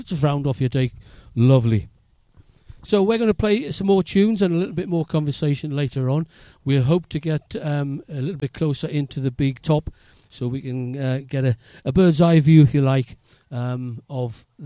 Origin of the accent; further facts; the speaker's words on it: Hebburn, North East England, United Kingdom; I'm from Hebben as well.